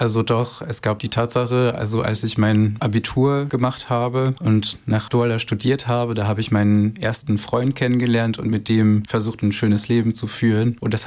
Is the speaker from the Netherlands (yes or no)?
no; Nigeria; German is a second language; moved away; Ursprünglich wollte ich eigentlich nicht so weit von meinem Herkunftsland. Allerdings aufgrund der chaotischen Situation in Nigeria habe ich mich dazu entschieden